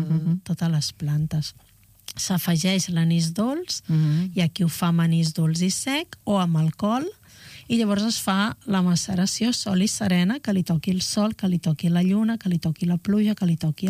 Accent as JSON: {"language": "Catalan", "area": "Montseny", "region": "Catalonia", "country": "Spain", "also_born_or_lived": "Viladrau", "moved": "yes", "said": "Jo que vinc del Montseny"}